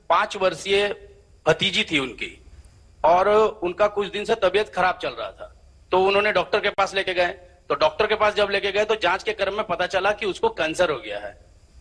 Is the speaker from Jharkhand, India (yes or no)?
yes; Jamshedpur, Jharkhand, India; steel city Jamshedpur से निवासी, जमशेदपुर का निवासी हूँ